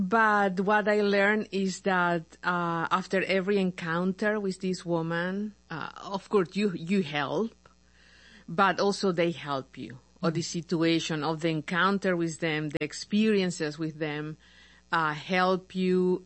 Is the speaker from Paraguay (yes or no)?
yes; Paraguay; English is a second language; moved away as an adult; now in United States; I'm from Paraguay.